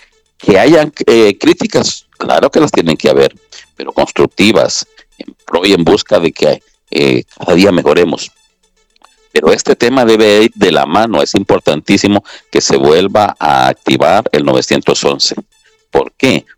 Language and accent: Spanish; Honduras; nosotros los hondureños